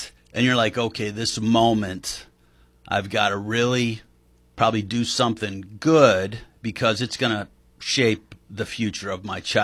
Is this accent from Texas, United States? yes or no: no; Ottawa, Illinois, United States; moved away as an adult; now in Chicago, United States; Yeah, born in Ottawa, raised here till I was 18. Went to IVCC for a year.